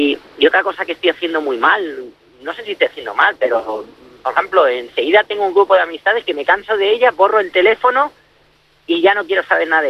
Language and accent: Spanish; Alicante, Valencian Community, Spain; yo nací en Alicante, yo vivo en Alicante.